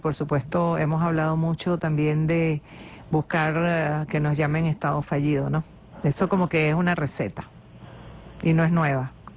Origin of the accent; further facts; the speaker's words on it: Venezuela; como bien somos los venezolanos y las venezolanas